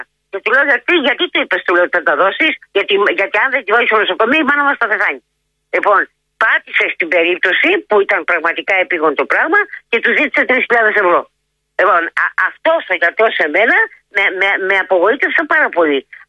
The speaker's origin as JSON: {"language": "Greek", "town": "Chalcis", "region": "Central Greece", "country": "Greece", "said": "Γιατί είμαι από τη Χαλκίδα και δεν τη γυρίζω πίσω."}